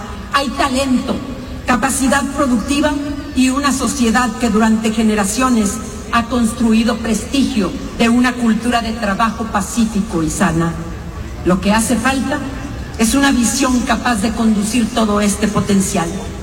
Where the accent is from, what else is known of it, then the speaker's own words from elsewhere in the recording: Aguascalientes, Mexico; a nivel nacional y en mi tierra, sentar las bases de la transformación. ¡Que viva la cuarta transformación de la vida pública del país! ¡Que viva Aguascalientes!